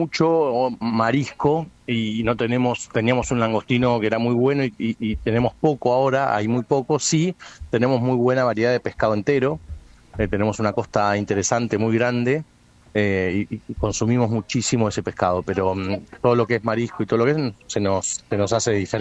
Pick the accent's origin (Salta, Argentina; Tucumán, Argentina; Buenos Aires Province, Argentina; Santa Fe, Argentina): Buenos Aires Province, Argentina; Mar del Plata; Yo soy de Mar del Plata, tengo un restaurante en Mar del Plata